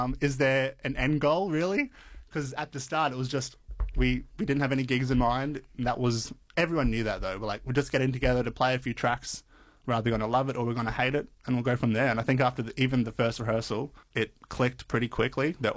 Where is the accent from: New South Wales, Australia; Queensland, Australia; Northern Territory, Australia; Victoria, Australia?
Queensland, Australia; Townsville; being a kid growing up in North Queensland, I wanted to play music.